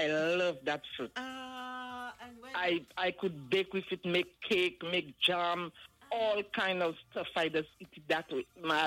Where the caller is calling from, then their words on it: Martinique; in Martinique.